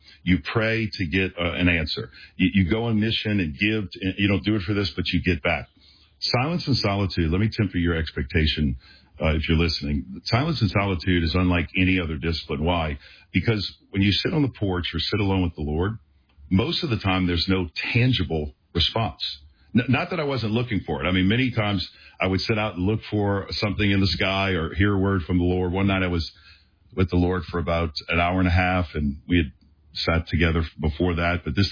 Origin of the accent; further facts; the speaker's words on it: New Orleans, Louisiana, United States; But I had learned a practice growing up in New Orleans of how to eat fish and spit out the bones.